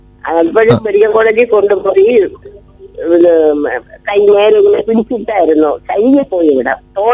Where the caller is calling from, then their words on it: Peyad, Kerala, India; ഞാൻ പേയാട് നിന്നാണ് വിളിക്കുന്നത്.